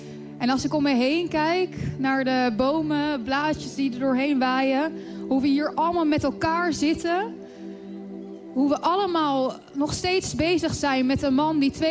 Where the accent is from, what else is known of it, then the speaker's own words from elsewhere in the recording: North Brabant, Netherlands; ik kom niet uit Alphen aan de Rijn, ik kom uit Brabant.